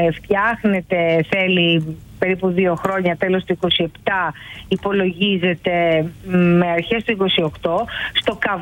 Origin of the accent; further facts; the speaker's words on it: Crete, Greece; Ειδικά εμείς, που είμαστε κρητικοί, ο νότος των Χανίων, εκεί αυτά τα οι παραλίες, τα δώματα, τα γλυκά νερά, το λουτρό